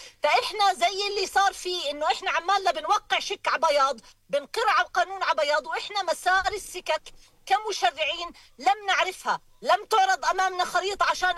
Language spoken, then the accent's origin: Arabic; Jordan; أنا كمواطن أردني